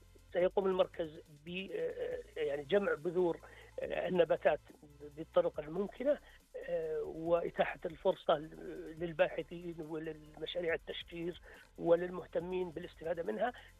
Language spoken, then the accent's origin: Arabic; Al-Qassim, Saudi Arabia; عندنا في القصيم